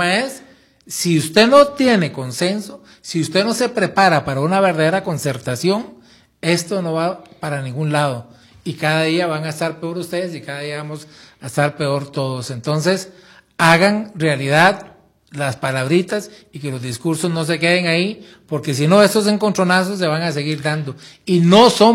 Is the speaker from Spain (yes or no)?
no; Costa Rica; como costarricenses no perdemos mucho con eso.